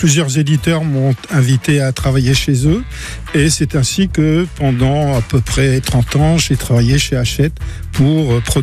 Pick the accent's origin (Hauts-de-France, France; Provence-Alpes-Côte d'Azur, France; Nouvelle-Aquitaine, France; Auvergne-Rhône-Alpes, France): Hauts-de-France, France; Morbecque; born there; je suis historien. Je suis né à Morbec, un pays original parce qu'il se trouve juste à la lisière entre le rebord du Outland et la plaine de la Lys.